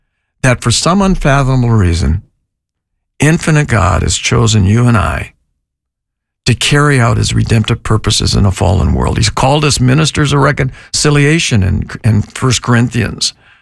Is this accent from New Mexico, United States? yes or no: no; Sault Ste. Marie, Michigan, United States; She, you know, she grew up in Florida and I grew up in Sault Ste. Marie, Michigan. And we had 120, 160 inches of snow.